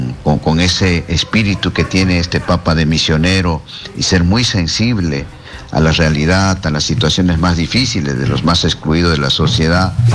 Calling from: Peru

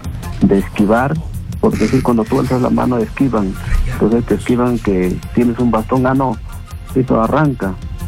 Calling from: Cajamarca, Peru

